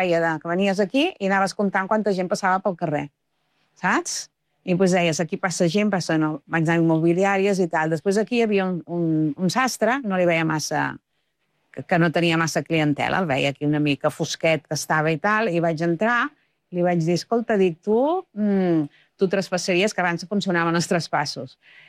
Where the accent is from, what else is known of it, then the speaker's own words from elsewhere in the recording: Sabadell, Catalonia, Spain; perquè sóc de Sabadell